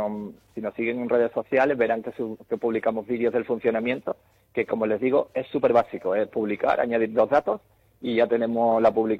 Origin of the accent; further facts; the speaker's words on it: Chipiona, Andalusia, Spain; now in Seville, Spain; yo soy de Cádiz, soy de Chipiona